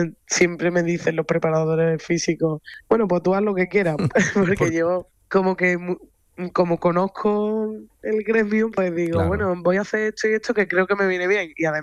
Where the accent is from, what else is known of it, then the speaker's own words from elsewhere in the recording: Seville, Andalusia, Spain; Ana Peralta y yo, que somos Sevillana. Las dos de Sevilla.